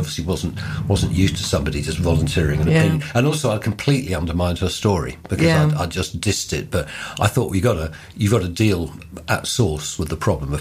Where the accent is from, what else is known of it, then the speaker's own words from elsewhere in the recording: London, United Kingdom; moved away as an adult; now in Hungerford area, United Kingdom; I'm a Londoner by trade